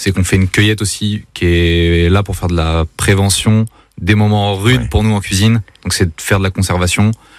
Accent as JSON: {"language": "French", "region": "Normandy", "country": "France", "said": "surtout des régions comme chez vous ou comme chez moi en Normandie, on n'est pas forcément nourri de soleil toute l'année."}